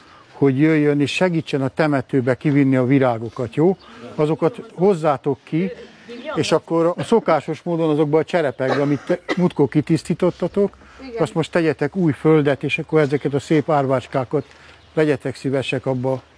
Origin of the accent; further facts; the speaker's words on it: Vajszló, Baranya, Hungary; born there; Vajszlón születtem a cigánysoron, egy sárkunyhóba kezdtem az egészet.